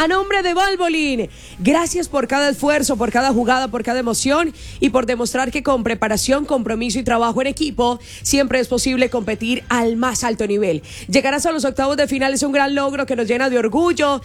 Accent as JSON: {"language": "Spanish", "town": "Garzón", "region": "Huila", "country": "Colombia", "said": "Yo soy de Garzón, eso le iba yo a decir. Yo me lanzaría para la alcaldía del municipio de Garzón."}